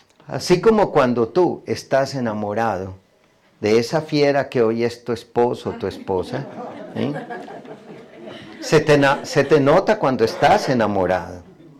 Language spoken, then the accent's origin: Spanish; Colombia; en mi país, en Colombia